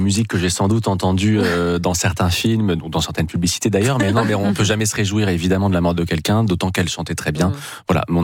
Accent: France; born there; Moi, je suis né en France, de deux parents d'origine libanaise qui sont venus en France pendant la guerre civile. Je suis français, je suis fier d'être français, mais je suis aussi fier d'apprendre l'arabe

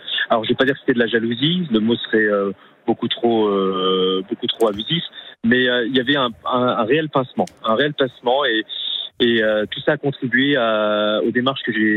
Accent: Auvergne-Rhône-Alpes, France; also born or lived in South Korea; je suis né en Corée du Sud, à une date qu'on ne connaît pas, avec plein d'informations qu'on malheureusement ne connaît pas. Et ce, malgré avoir été élevé dans une famille très aimante de Clermont-Ferrand, dans les alentours de Clermont-Ferrand

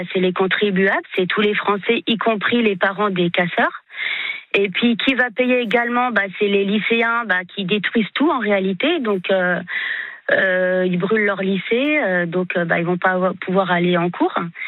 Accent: Île-de-France, France; Moi, j'ai grandi près de Gare-Charcelles

